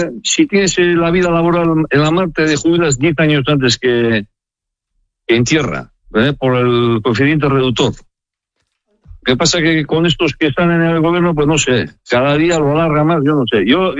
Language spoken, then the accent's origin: Spanish; San Vicente de la Sonsierra, La Rioja, Spain; born there; Yo nací en San Vicente de la Sonsierra, La Rioja. Mi madre es riojana.